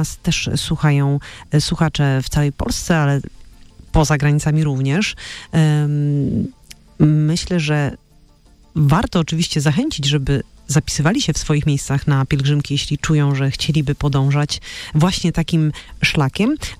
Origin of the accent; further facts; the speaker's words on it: Częstochowa, Silesian Voivodeship, Poland; ja rozumiem, ja też jestem Częstochowianką, więc pozdrawiam wszystkich Częstochowian